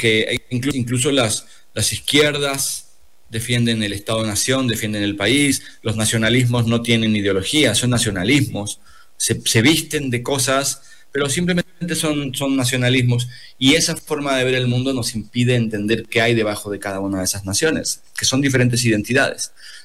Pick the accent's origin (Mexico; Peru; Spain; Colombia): Mexico; born there; also born or lived in Argentina; mi madre se exilió de Chile, se fue a Argentina, yo nací en Argentina, mi padre tuvo que exiliarse de Argentina y nos vinimos a México los tres. Entonces yo ya crecí en un hogar donde había una chilena, un argentino y a la vez vivíamos en México